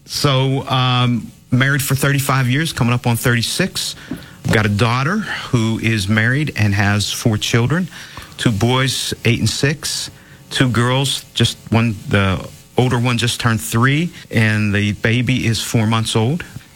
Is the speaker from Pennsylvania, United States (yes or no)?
yes; Aliquippa, Pennsylvania, United States; born and raised in Beaver County, grew up in Aliquippa, middle-class parents, went to Catholic school for 12 years